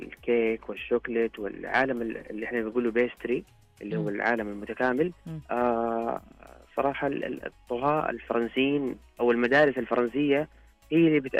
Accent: Saudi Arabia; يعني بالعكس احنا هنا كسعوديين او شعب سعودي

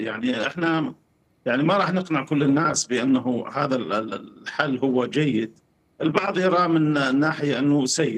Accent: Al-Hasakah, Al-Hasakah Governorate, Syria; احنا ترى أبناء الحسكة مو عايزين الثوار أو حتى الدولة مو عايزة تدخل المحافظة

